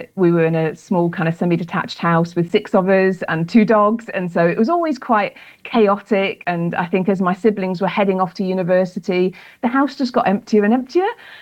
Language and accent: English; East Midlands, United Kingdom; My parents are from the Valleys, yes, yeah. But I'm from Nottinghamshire, I'm afraid. I'm from the Midlands